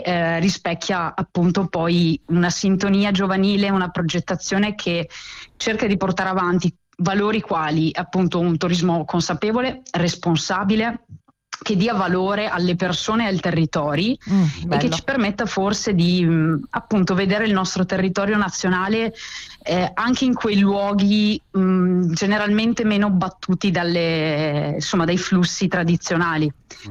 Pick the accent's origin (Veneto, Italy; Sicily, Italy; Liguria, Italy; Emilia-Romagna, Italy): Veneto, Italy; accent: Venetian; diciamo che rispecchia un po' il nostro dialetto veneto, quindi viaia.